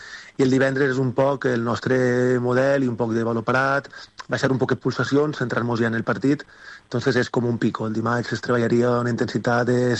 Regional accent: Xeraco, Valencian Community, Spain; perquè jo sóc de Xeraco, que està al costat

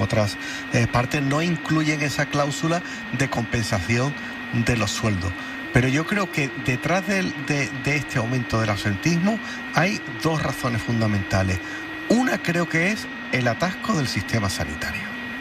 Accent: Andalusia, Spain; Por la parte que a mí me toca como andaluz

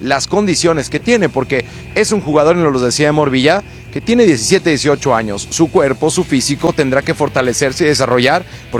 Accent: Mexico; a nosotros no nos pasa como mexicanos

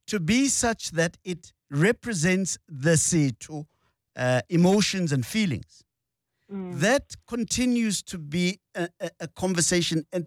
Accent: South Africa; our law, the South African law, says that if a child is born of one of the parents being South African

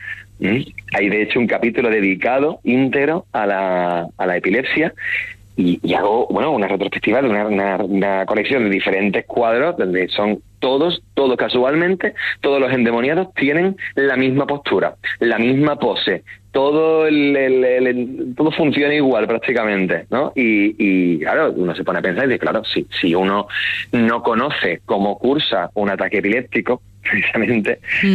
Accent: Andalusia, Spain; en mi tierra, en Andalucía

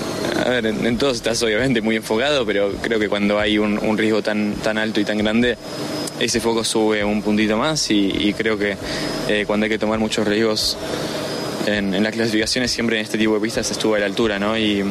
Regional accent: Argentina; demostrar que soy argentino, que estoy muy, muy orgulloso de serlo

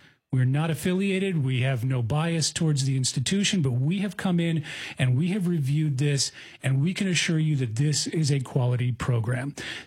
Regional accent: Pennsylvania, United States; moved away as an adult; I grew up in the East Coast in Pennsylvania. I came to the University of Illinois to do my doctorate in recreation, sport, and tourism.

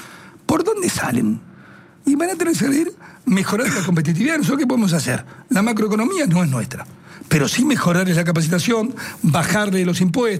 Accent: Buenos Aires, Argentina; Yo me siento profundamente porteño, muy porteño.

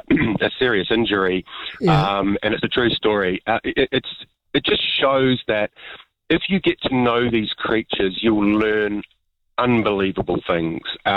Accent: Wellington, New Zealand; also born or lived in Australia; I grew up in Wellington, and I saw them hanging off a fence when I was a child

